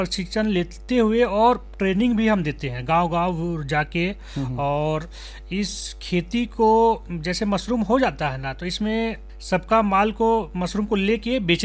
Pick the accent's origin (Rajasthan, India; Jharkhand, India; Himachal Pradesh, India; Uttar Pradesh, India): Jharkhand, India; Kanke; मैं कांके बोलो के निवरी विकास गांव के रहने वाला हूं